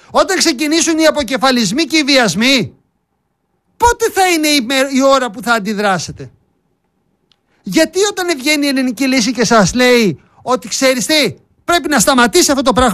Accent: Greece; Έχω πολλά χρόνια σε αυτόν τον τόπο να ζήσω και δεν θέλω να φύγω από τον τόπο μου να ζήσω. Είμαι περήφανος που είμαι Έλληνας. Θέλω να είμαι στη χώρα μου.

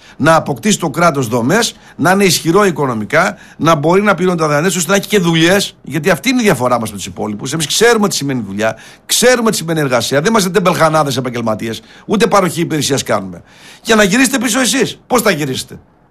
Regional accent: Thessaloniki, Central Macedonia, Greece; Ήρθαμε και στη Θεσσαλονίκη για να μην κάνει παράπονα η πόλη μου.

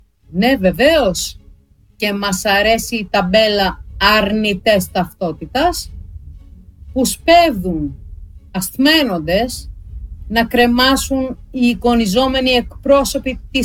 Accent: Thessaloniki, Central Macedonia, Greece; moved away; Είμαι η μισή Θεσσαλονικιά, γέννημα θρέμα Θεσσαλονίκης είμαι.

